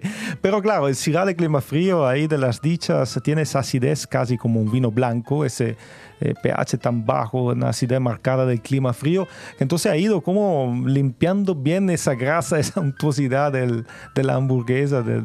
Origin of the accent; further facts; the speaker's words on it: Italy; moved away as an adult; also born or lived in United States / New Zealand; now in Casablanca, Chile; Es curioso como un italiano tenga tanta inspiración en Francia